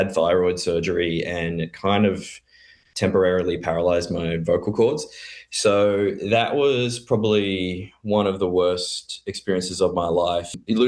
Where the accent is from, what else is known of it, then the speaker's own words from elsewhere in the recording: Gold Coast, Queensland, Australia; growing up on Gold Coast